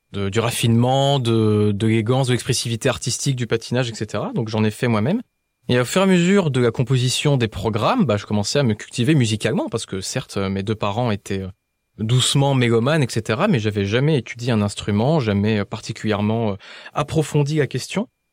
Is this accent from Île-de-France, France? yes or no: no; Salon-de-Provence, Provence-Alpes-Côte d'Azur, France; suis rentré au conservatoire de ma petite ville, Salon de Provence, là d'où je viens